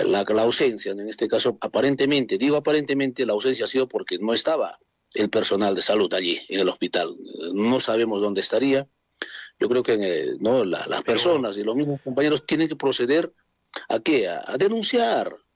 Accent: Coracora, Ayacucho, Peru; nosotros no solamente somos empleados, somos hijos de Coracora, muchos de nosotros, seguramente hasta un 50% somos hijos coracoreños, tenemos familia, estamos plenamente identificados

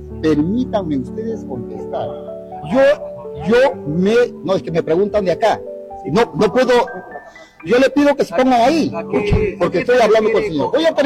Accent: Ayacucho, Peru; yo vengo de Ayacucho

